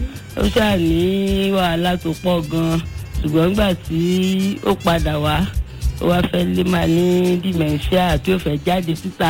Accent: Ibadan, Oyo, Nigeria; Àdúgbò Ìjòkú ni mo ti wá.

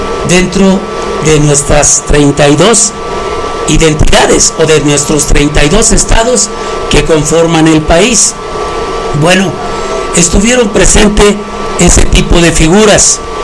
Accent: Cheranástico, Michoacán, Mexico; now in Paracho, Mexico; yo soy originario de la comunidad de Cheranástico. Aparte de todo, soy vecino de Paracho. Había que entender dónde nací, de dónde soy, dónde vivo actualmente.

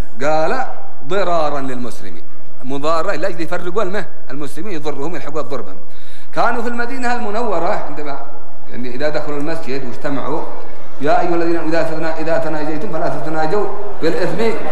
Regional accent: Yemen; عندنا في اليمن

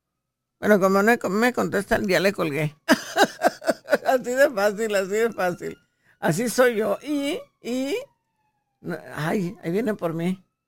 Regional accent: Mexico; como yo soy puro mexicano

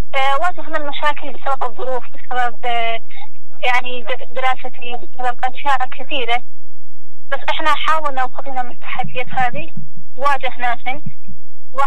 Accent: Yemen

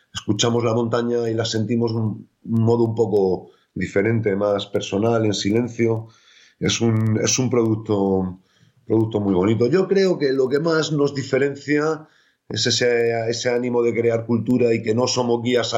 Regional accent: Granada, Andalusia, Spain; accent: Granada (granadino); Soy un andaluz con sangre vasca, un granadino de pura cepa, que a veces también me sale el eje granadino, aunque ahora parezca que no. Pero soy un andaluz con sangre vasca y mis apellidos creo que me delatan un poquito.

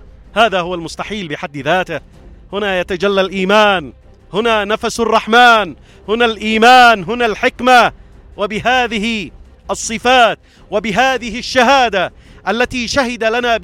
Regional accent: Yemen; أبناء شعبنا اليمني

